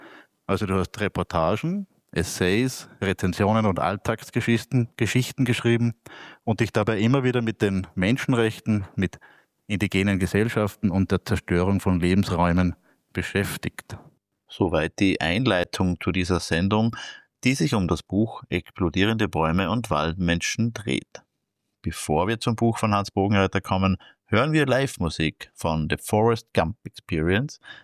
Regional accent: Upper Austria, Austria; wir sind beide vom Land, Niederösterreich, Oberösterreich.

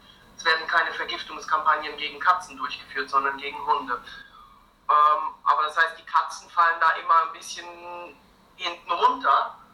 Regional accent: Switzerland; moved away as an adult; now in Dahab, Egypt; ich bin ursprünglich aus der Schweiz

